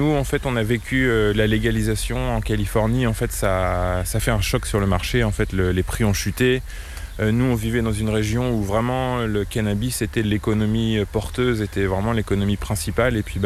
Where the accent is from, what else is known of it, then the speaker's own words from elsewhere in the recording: Évreux, Normandy, France; moved away as an adult; Alors moi je suis né ici, hein, je suis né à Évreux, la préfecture de l'Eure. J'ai grandi, j'ai passé toute ma jeunesse ici. On est revenus tous les deux en 2024 et c'est là où on s'est installé sur cette parcelle.